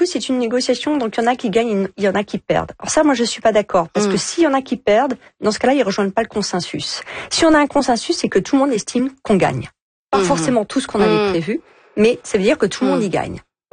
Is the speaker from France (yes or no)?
yes; France; Je suis française, c'est aussi dans l'intérêt